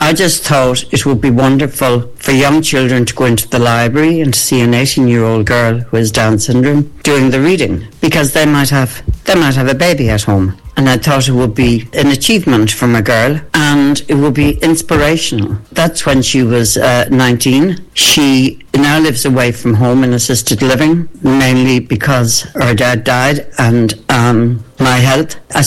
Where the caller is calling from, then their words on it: Galway, Connacht, Ireland; I'm calling from Galway City.